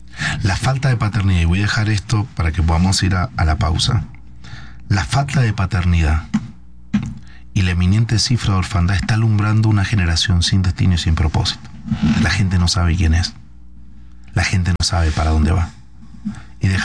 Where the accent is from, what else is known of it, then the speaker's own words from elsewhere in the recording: Argentina; Soy argentino